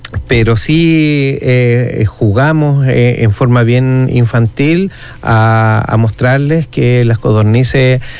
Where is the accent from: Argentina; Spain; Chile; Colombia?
Chile; now in Los Vilos, Chile